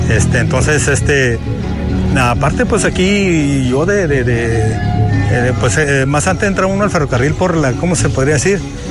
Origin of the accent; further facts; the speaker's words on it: Trincheras, Sonora, Mexico; now in Benjamín Hill, Mexico; yo nací allá en Trincheras.